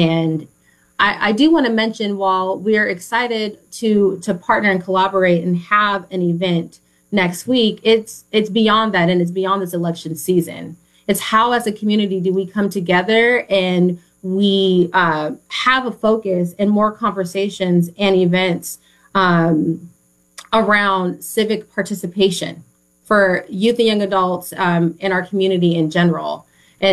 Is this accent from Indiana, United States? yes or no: no; Tacoma, Washington, United States; I remember the first time I skipped school, I was coming down from Tacoma, from Mount Tahoma High School, to Seattle, didn't tell my parents.